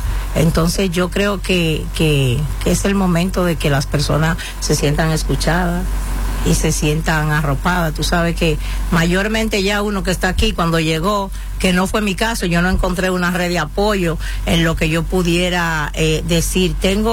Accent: Santo Domingo, Dominican Republic; moved away as an adult; now in Madrid, Spain; empecé a dedicarme a lo que me dedicaba en Santo Domingo

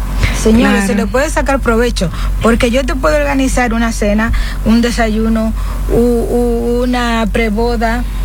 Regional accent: Dominican Republic; now in Spain; yo es que soy caribeña, soy dominicana, pero tengo un aire europeo

